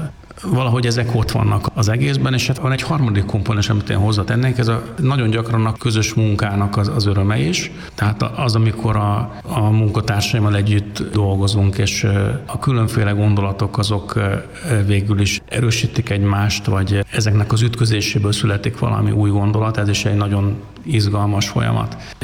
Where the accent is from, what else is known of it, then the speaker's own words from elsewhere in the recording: Hungary; lehetünk büszkék arra, hogy mi magyarok vagyunk